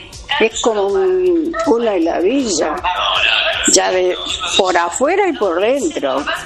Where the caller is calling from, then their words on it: Argentina; Yo soy argentina, pero yo no lo elegí.